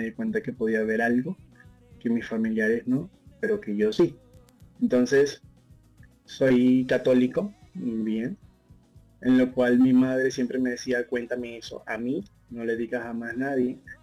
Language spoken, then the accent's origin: Spanish; Venezuela; yo soy un joven de 21 años, soy venezolano, ¿vale?